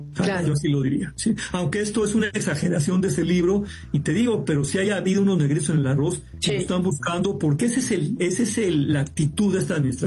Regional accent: Mexico; now in United States; que migramos aquí, que venimos a trabajar acá o venimos a lo que sea, pero que nacimos en México y emigramos a los Estados Unidos.

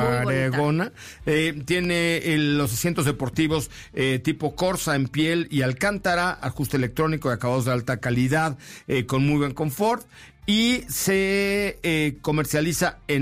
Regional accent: Mexico City, Mexico; born there; Yo nací en la colonia Roma.

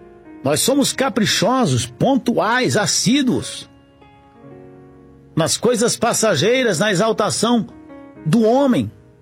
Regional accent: Brazil

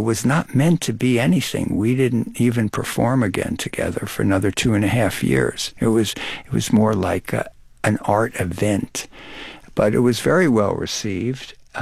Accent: Brooklyn, New York, United States; born or raised there

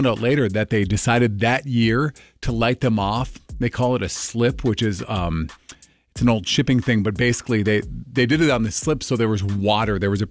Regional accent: Duluth, Minnesota, United States; we were watching the 4th of July fireworks in my hometown of Duluth.

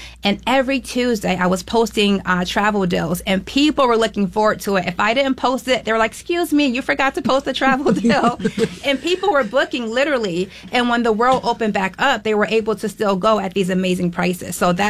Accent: Rochester, New York, United States; In Rochester

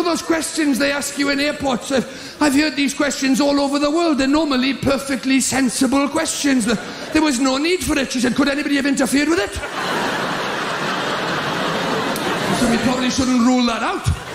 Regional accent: Wales, United Kingdom; I'm Welsh, I bought shorts, t-shirts, sunglasses. They don't even sell them in Wales.

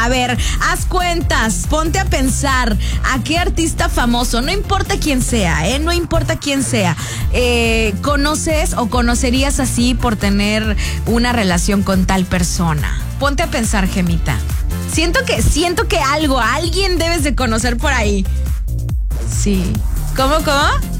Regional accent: Coatzacoalcos, Veracruz, Mexico; moved away; Yo vivía en Coatzacoalcos. Yo soy de Coatzacoalcos.

